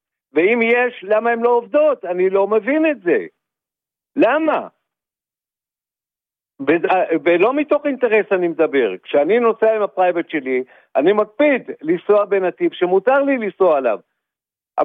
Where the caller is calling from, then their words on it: Haifa District, Israel; אני מהכרמל למעשה.